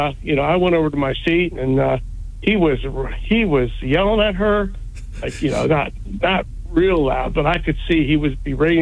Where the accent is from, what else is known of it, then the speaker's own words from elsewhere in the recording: New Jersey, United States; I said, oh, I'm from Jersey.